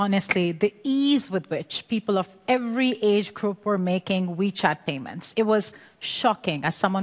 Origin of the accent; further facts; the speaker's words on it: Pakistan; now in China; Originally I'm from Pakistan.